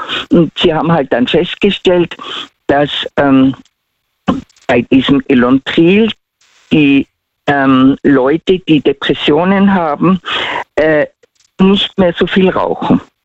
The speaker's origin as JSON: {"language": "German", "region": "Tyrol", "country": "Austria", "accent": "Tyrolean"}